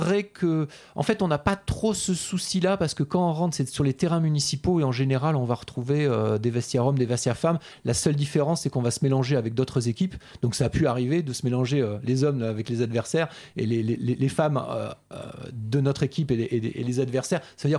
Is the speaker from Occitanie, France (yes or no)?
yes; Toulouse, Occitanie, France; now in Paris, France; moi je suis toulousain